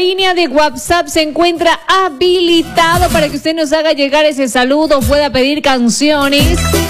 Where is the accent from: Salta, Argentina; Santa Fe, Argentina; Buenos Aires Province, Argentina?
Salta, Argentina; Tartagal; Soy de Tartagal, Salta, Argenti